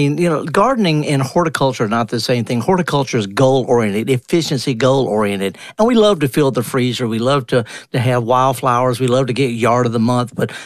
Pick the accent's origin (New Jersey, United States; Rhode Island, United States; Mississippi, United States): Mississippi, United States; I'm from Mississippi